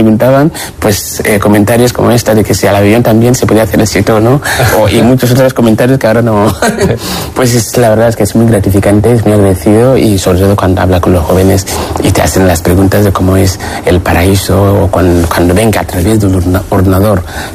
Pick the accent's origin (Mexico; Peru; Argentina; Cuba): Peru; soy peruano. Mi padre es peruano, mi abuelo es peruano.